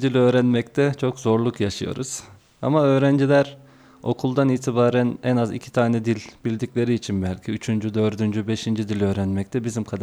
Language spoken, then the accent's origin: Turkish; Ordu, Turkey; moved away as an adult; also born or lived in Kayseri; Ben Kayseri'de üniversite okudum. Ordu memleketim. Ama Kayseri için ikinci memleketim diyebiliyorum.